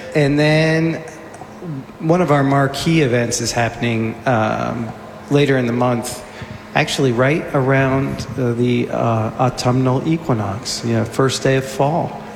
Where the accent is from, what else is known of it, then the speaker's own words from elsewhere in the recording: Dayton, Ohio, United States; You know, when I was growing up in Dayton, I'm a Dayton boy, nobody was talking about the Cheez-It.